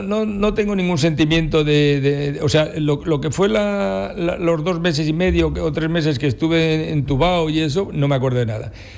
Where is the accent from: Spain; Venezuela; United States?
Spain; Aranda de Duero, Castile and León; born there; now in Andalusia, Spain; un arandino puro.